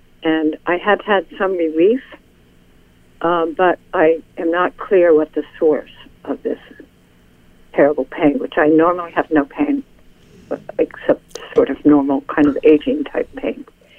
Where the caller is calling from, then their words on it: Amherst, Massachusetts, United States; I'm from Amherst, Massachusetts.